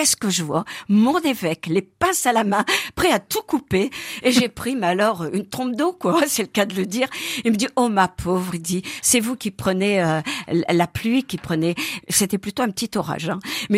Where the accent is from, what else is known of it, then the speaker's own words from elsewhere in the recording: Hauts-de-France, France; Je suis une ch'ti, je le revendique.